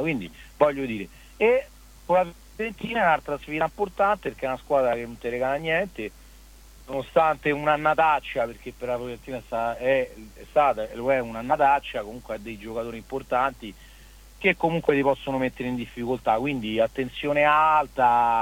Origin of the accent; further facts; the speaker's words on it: Rome, Lazio, Italy; raga, ma siamo da Roma, io sono da Roma